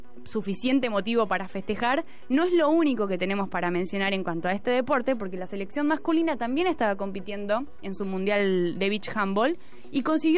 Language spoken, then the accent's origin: Spanish; Argentina; Como sí, todo argentino.